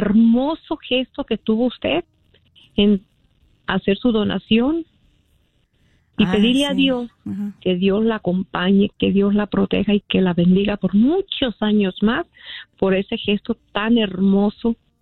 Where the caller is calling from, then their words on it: North Las Vegas, Nevada, United States; Yo llamo de North Las Vegas